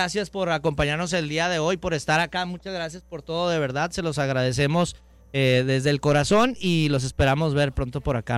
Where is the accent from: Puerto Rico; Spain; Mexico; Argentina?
Mexico; Ciudad Juárez, Chihuahua; nosotros somos de Ciudad Juárez